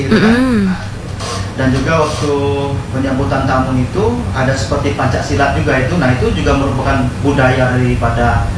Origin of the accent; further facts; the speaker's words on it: North Bengkulu, Bengkulu, Indonesia; memang saya dibesarkan di Bengkulu Utara itu betul-betul dari orang tua, bapak saya dan ibu saya orang Rejang, dimana setiap di rumah misalkan kita menggunakan bahasa